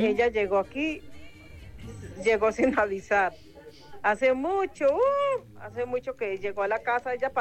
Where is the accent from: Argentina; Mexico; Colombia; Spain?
Colombia; Calarcá, Quindío